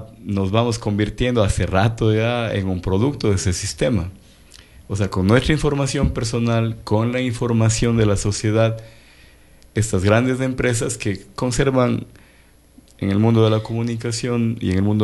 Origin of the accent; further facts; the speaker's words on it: Ecuador; nosotros como latinoamericanos, o tal vez hablando de nuestro país en Ecuador